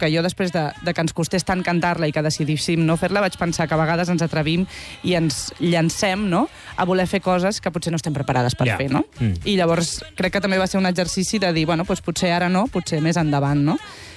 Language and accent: Catalan; Sant Joan de les Abadeses, Catalonia, Spain; a Sant Joan de les Abadeses, al meu poble